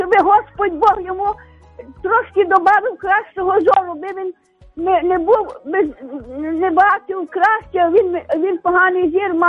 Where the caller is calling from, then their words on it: Drohobych district, Lviv Oblast, Ukraine; я з Другобицького району.